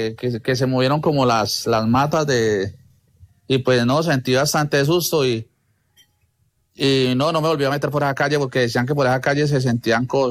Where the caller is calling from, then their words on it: Tuluá, Valle del Cauca, Colombia; Estoy desde Tuluá, Valle del Cauca